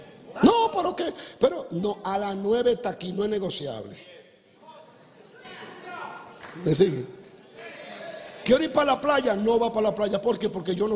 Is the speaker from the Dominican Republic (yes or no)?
yes; Dominican Republic; Soy dominicano